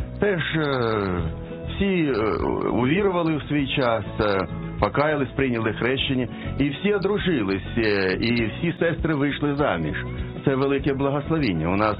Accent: Sumy Oblast, Ukraine; now in Kyiv, Ukraine; Я народився на Сумщині, це зараз Шосткінський район, село Красичко, таке невеличке мальовниче село. Зараз, на жаль, воно зменшується, і так як і деякі інші у нас села в нашій країні.

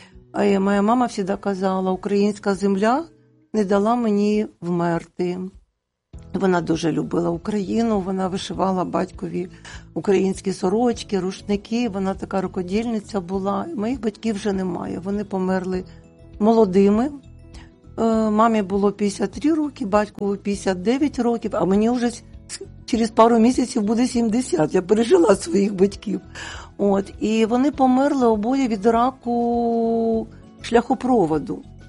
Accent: Torez, Donetsk Oblast, Ukraine; Я народилася у місті Торезі. Сьогодні він стару свою назву має у нас на Україні, Чистяково.

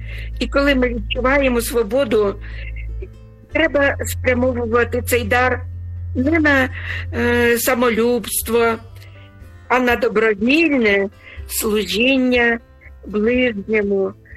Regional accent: Sumy Oblast, Ukraine; передаю своє вітання, свою любов і мої молитви на мою рідну Україну, на мою рідну Сумщину, у мою рідну церкву Різдва, моїм дітям, онукам.

